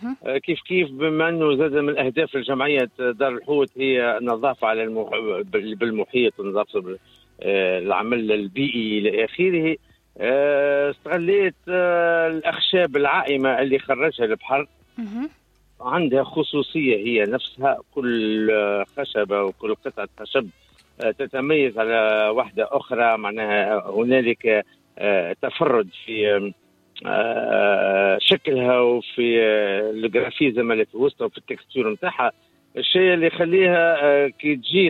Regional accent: Tunisia; هو أكبر ميتينج عندنا في تونس

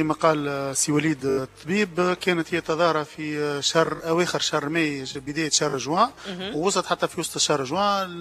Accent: Sfax, Sfax Governorate, Tunisia

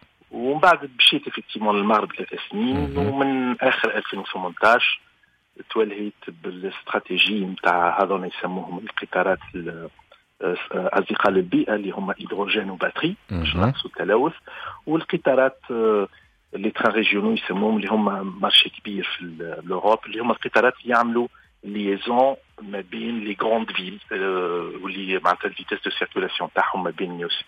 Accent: Tunisia; moved away as an adult; also born or lived in France; انا مهندس تونسي، مع تقريت في الدراسة نتاعي في الابتدائي والثانوي قريتهم في قرصة، في بعد الباك قريت في مدارس المهندسين في فرنسا،

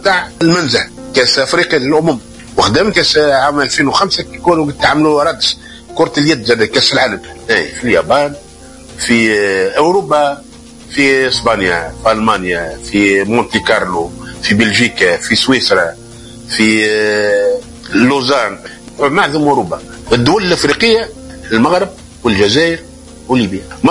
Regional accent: Zarzis, Medenine, Tunisia; تأسست عام 1966 بجرجيس. في البداية أنا عمري 13 سنة.

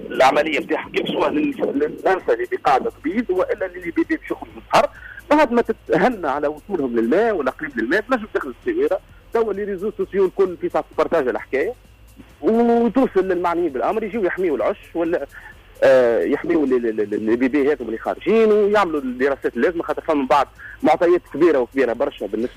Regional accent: Tunisia; عندنا في تونس

